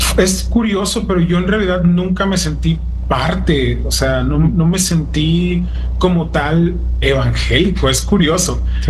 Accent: Tijuana, Baja California, Mexico; Yo nací en Tijuana, soy de Tijuana, aquí cerquita de California. Sí, soy originario de aquí.

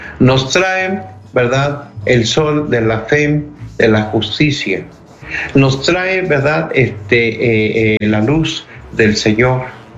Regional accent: Mexico

